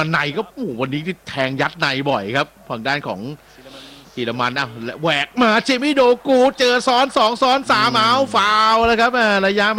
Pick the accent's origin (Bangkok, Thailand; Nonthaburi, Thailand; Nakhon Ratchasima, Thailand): Bangkok, Thailand; now in Samut Prakan, Thailand